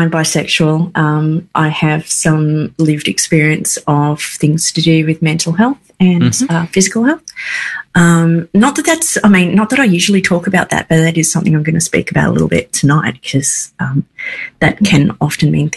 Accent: Tasmania, Australia; So I grew up in Tasmania, for people that haven't heard me go on about that constantly. Sometimes I'm proud of it and sometimes it's a burden.

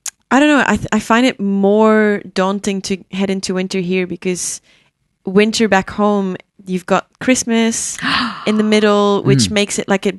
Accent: Belgium; now in Melbourne, Australia; I am from Belgium

